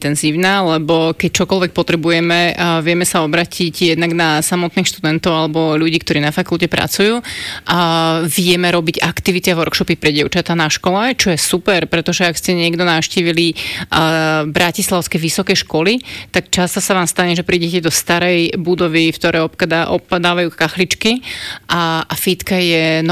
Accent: Moravský Svätý Ján, Trnava Region, Slovakia; moved away; Áno, áno, ja som zo Záhoria, hej.

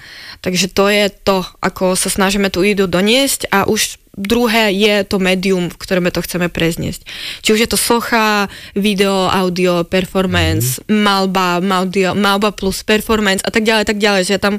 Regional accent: Ukraine; now in Slovakia; Áno, posilnil, že som sa začala ako veľmi intenzívne sa tak prezentovať, že som Ukrajinka, že taká vlastne, že sa spájam vlastne svojou krajinou

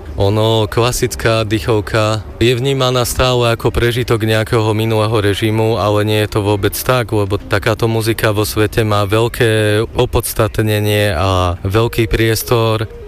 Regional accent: Plevník-Drienové, Trenčín Region, Slovakia; also born or lived in Považská Bystrica / Žilina; Ja som začínal najskôr v dedinskej dýchovke u nás v Plevníku Drienovom

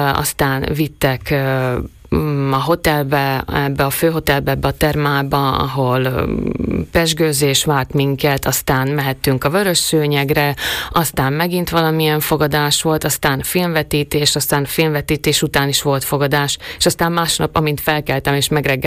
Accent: Svodín, Nitra Region, Slovakia; now in Pezinok, Slovakia; sokat vagyunk apukámnál Komáromba, meg Szőgyénben, ugye, ahonnan én származom, a nagypapáméknál, meg a nevelőanyukámnál, és meg aztán otthon Pezinokban, még Pezinokban lakunk.

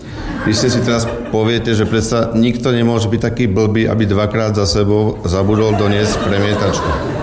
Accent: Banská Bystrica, Banská Bystrica Region, Slovakia; Ja len podoknem, že som z Banskej Bystrice.

